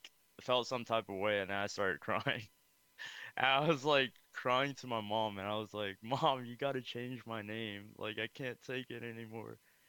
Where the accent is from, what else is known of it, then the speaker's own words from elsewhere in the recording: Danbury, Connecticut, United States; English is a second language; also born or lived in Cambodia / Lowell, Massachusetts; we ended up moving to Danbury, Connecticut afterwards, and which is where I was raised my whole life up until now, or a couple of years ago.